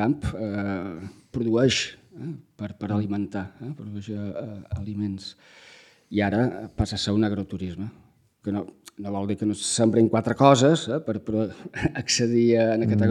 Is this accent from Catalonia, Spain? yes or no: no; Menorca, Balearic Islands, Spain; ens defineixen com a menorquins, com a menorquines, com a illa